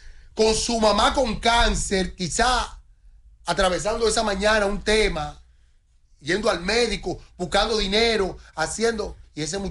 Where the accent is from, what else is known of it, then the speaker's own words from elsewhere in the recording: Santo Domingo, Distrito Nacional, Dominican Republic; Yo, que soy de Villa Francisca